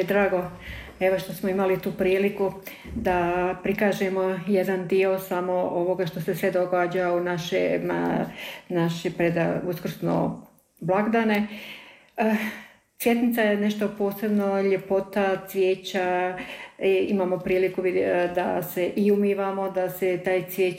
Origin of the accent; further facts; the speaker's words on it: Federation of Bosnia and Herzegovina, Bosnia & Herzegovina; now in Varaždin, Croatia; Vuče domu, vuče rodnom kraju, kako da vam kažem. A Lašvanska dolina je moj rodni kraj.